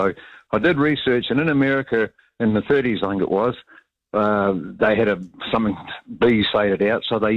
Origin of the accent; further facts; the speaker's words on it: Timaru, Canterbury, New Zealand; I'm here from Timaru, and I'm a keen gardener.